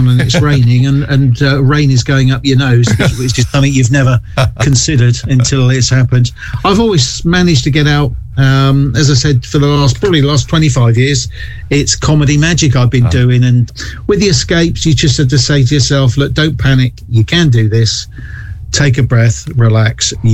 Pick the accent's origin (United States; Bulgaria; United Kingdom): United Kingdom; I explained I was from London. Well, I'm not from London, I'm from the South Coast